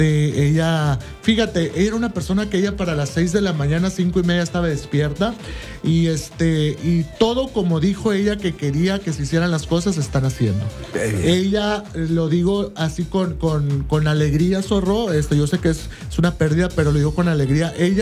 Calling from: Mexico; como mexicanos que somos y latinos

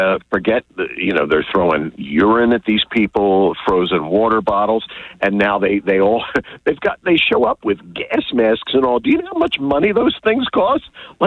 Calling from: Brigantine, New Jersey, United States

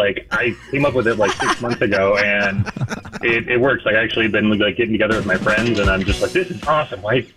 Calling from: Garden City, United States; I am calling from Garden City.

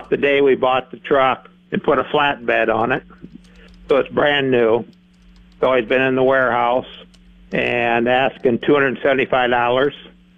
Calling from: North Sioux City, South Dakota, United States; down by North Sioux City.

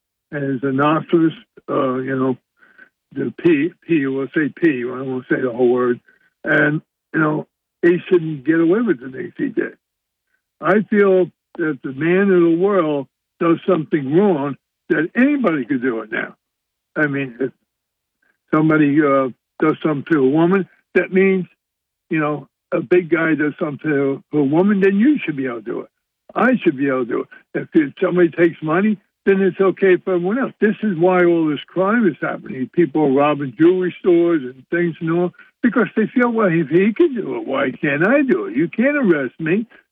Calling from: Jefferson, New York, United States; I'm calling from Jefferson, New York.

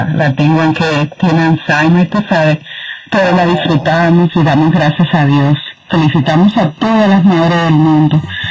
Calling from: New York, United States; yo vivo en Nueva York, mi mamá vive en Nueva York

